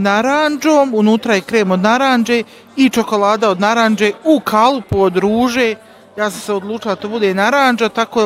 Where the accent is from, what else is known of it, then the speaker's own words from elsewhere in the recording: Tuzla, Federation of Bosnia and Herzegovina, Bosnia & Herzegovina; iz Tuzle sam.